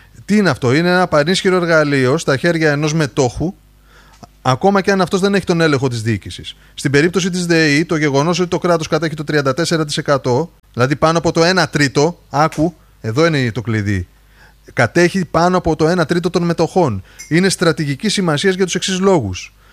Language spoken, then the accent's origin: Greek; Greece; εμείς οι Έλληνες